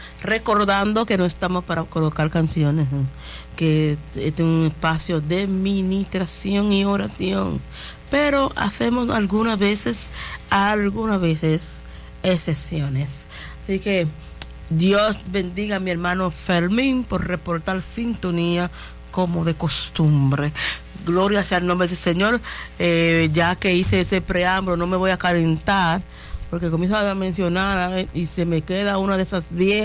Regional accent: Saona Island, La Altagracia, Dominican Republic; Yo soy de Saona, de la isla Saona. Oh, pero bueno, mi papá es oriundo de Higüey.

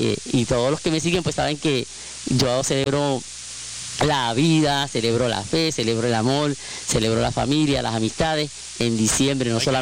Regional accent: San Germán, Puerto Rico; nosotros como puertorriqueños y como sanjermeños

